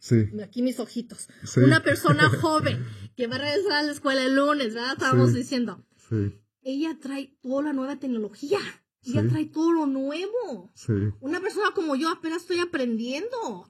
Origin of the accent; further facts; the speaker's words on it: Chicago, Illinois, United States; born there; porque yo soy mexicana. Yo nací en Estados Unidos, en Chicago. Hace un año me hice doble ciudadano.